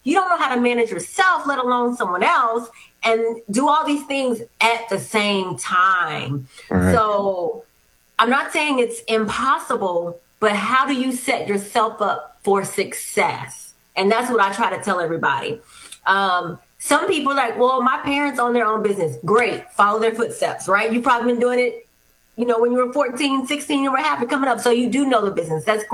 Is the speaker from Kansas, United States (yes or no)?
no; Miami, Florida, United States; Miami's my hometown.